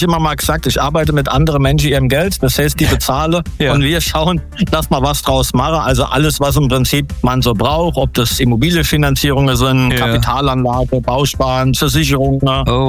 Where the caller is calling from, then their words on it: Rhineland-Palatinate, Germany; Aus Rheinland-Pfalz, in der Nähe von Kaiserslautern.